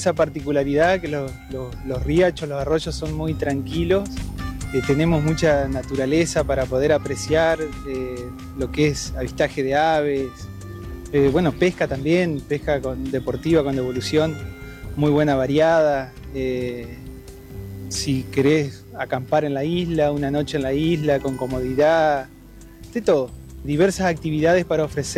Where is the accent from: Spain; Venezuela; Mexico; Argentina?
Argentina; Victoria, Entre Ríos